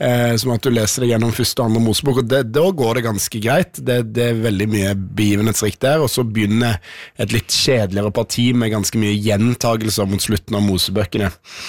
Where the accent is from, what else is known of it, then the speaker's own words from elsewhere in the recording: Stavanger, Rogaland, Norway; Og så vokste jeg opp i Stavanger, i liksom krampetrekningene av den gamle bedehushovedstaden